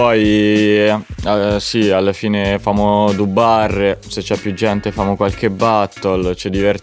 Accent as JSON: {"language": "Italian", "town": "Ancona", "region": "Marche", "country": "Italy", "said": "Io da Ancona … 19 anni, sono a 20 metri dalla piazza, da Piazza Pertini"}